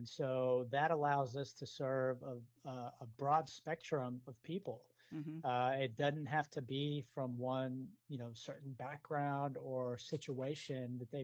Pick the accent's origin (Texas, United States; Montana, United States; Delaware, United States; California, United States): Texas, United States; Houston; I grew up here in Houston. I went and served in the Marine Corps directly after high school from 1999 to 2003. Went to college after that at Texas State in San Marcos